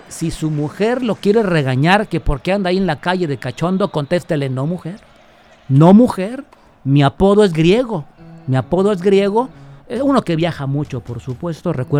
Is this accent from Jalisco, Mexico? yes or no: yes; Guadalajara, Jalisco, Mexico; como buena familia tapatía, ahí en la casa paterna, pues todo el mundo le va al Atlas.